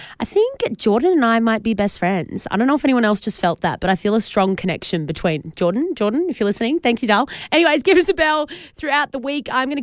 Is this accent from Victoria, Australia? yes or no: no; Queensland, Australia; also born or lived in Port Lincoln; When I lived in Port Lincoln, I backed Port Power for quite some time. But yeah, being a Queenslander, I'm going for the Suns as well.